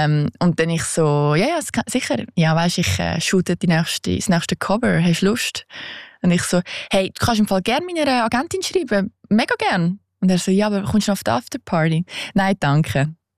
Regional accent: Switzerland; weil wenn du so als Schweizer in den Tee gehst und keine Ahnung hast.

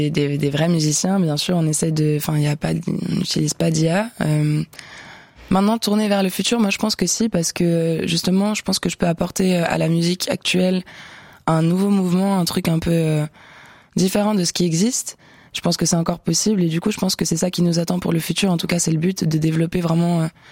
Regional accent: Switzerland; je suis suisse, que je suis là pour la Suisse aussi

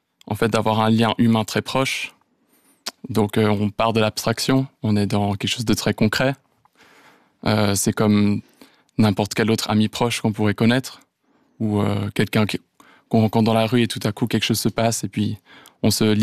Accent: Switzerland; Donc, alors certes, j'ai grandi en Suisse et puis j'ai eu le confort que vous avez mentionné

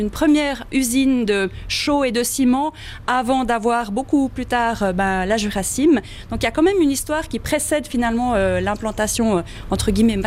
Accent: Ticino, Switzerland; moved away as an adult; now in Neuchâtel, Switzerland; moi j'ai fait mes écoles et je suis née au Tessin et je me suis établie à Neuchâtel dans le canton il y a une vingtaine d'années.

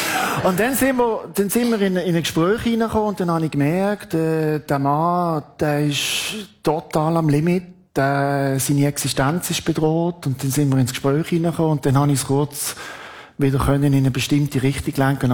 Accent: Basel, Basel-Stadt, Switzerland; ich bin in Basel aufgewachsen. Dort sind die grossen Rockshows im Jockeli-Stadion, oder?

